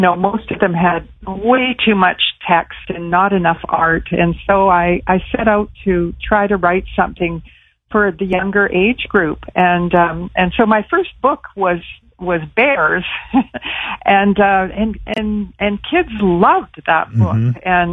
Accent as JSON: {"language": "English", "town": "Moose Jaw", "region": "Saskatchewan", "country": "Canada", "tie": "born there", "said": "Yes, I was born in Moose Jaw, Saskatchewan, and so were my parents, and so we have a lot of roots in Saskatchewan, including farm relatives and people still living in the Moose Jaw area."}